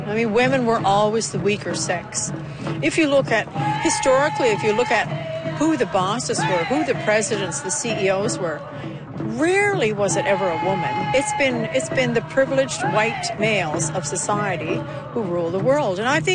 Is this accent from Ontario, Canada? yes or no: no; Stephenville, Newfoundland and Labrador, Canada; now in Corner Brook, Canada; I'm a knowledge keeper and a feather carrier. I live here in Cornerbrook. I'm from Stephenville originally.